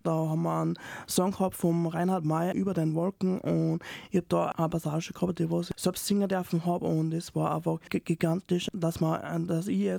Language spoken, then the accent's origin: German; Salzburg, Austria; also born or lived in Taxham; Ich bin in Salzburg-Liefering aufgewachsen, habe die Vorschule und die erste Klasse in Liefering bestritten. Dann sind wir umgezogen in Daxam